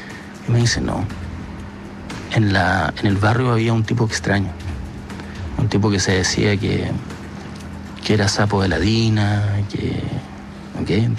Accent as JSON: {"language": "Spanish", "region": "Magallanes", "country": "Chile", "said": "porque yo soy magallánico."}